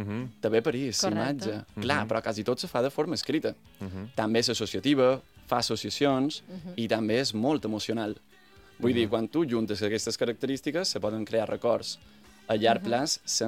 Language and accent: Catalan; Palma, Balearic Islands, Spain; Mem, nosaltres som mallorquins. Jo sóc d'aquí de Palma i la Magdalena és de Porreres.